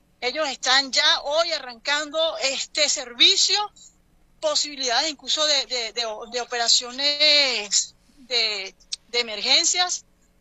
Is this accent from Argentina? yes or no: no; Venezuela; para darle todo nuestro aliento como venezolanos y como un medio de comunicación